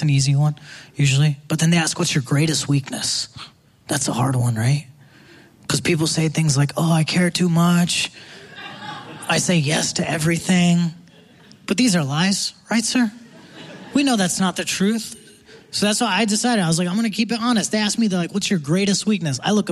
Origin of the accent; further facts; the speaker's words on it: Texas, United States; also born or lived in India / Ohio; I was born in India, and then when I was six, my family moved to Texas. Okay? And after Texas, we moved to Ohio.